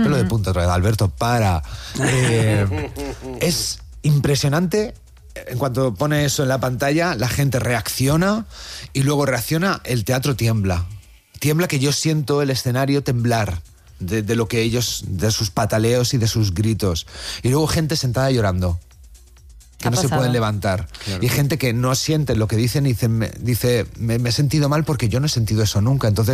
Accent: Valladolid, Castile and León, Spain; yo soy de Valladolid, tengo el Museo Nacional de Escultura en mi ciudad y es algo que está conmigo.

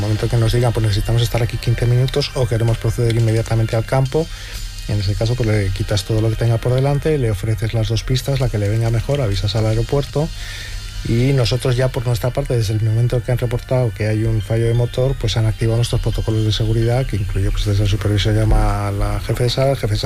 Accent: Spain; aunque somos un país un poco en ese sentido, pues somos muy, muy pesimistas

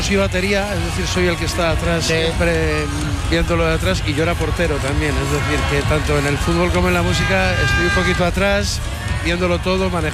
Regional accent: Bilbao, Basque Country, Spain; Soy de Bilbao

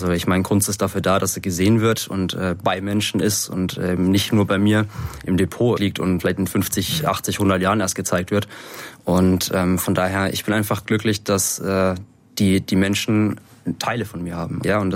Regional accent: Schweinfurt, Bavaria, Germany; born or raised there

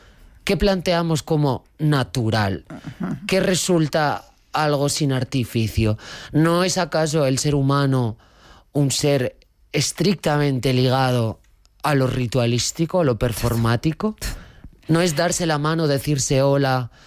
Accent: León, Castile and León, Spain; born there; also born or lived in Mallorca; Nací en León capital. Me cumplí el año en Mallorca y durante la mayor parte de mi vida he estado visitando cada Navidad y cada verano León

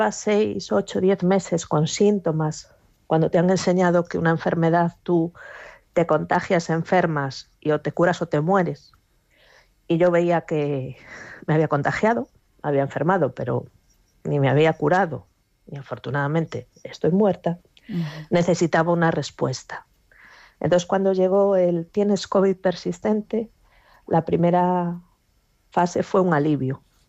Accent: Galicia, Spain; En Galicia, de donde yo soy, la atención de los pacientes ha dependido mucho de la persona que tuvieras enfrente.

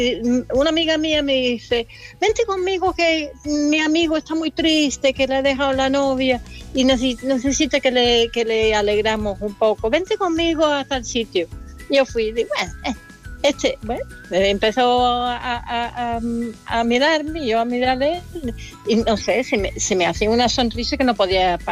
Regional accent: South West England, United Kingdom; Spanish is a second language; Yo soy de Gloucestershire. Eso, no sé, vamos, bueno, para explicarlo fácilmente a la gente. Mitad de entre Birmingham y Bristol.

